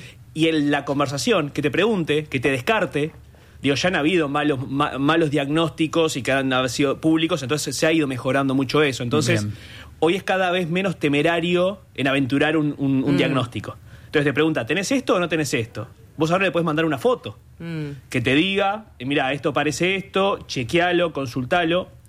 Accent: Durazno, Uruguay; yo soy de Durazno

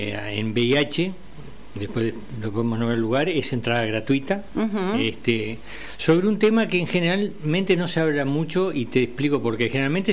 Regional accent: Colonia Suiza, Colonia, Uruguay; Yo soy de Colonia Suiza.

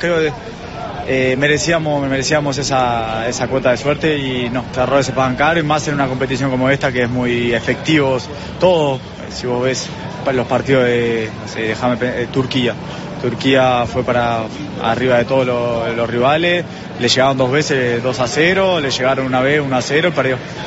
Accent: Uruguay; De la misma manera como todo uruguayo va a encarar un partido decisivo para poder seguir. Eso es lo que nos tiene motivados. Sabemos la historia de Uruguay, sabemos que hay 3 millones de personas atrás.

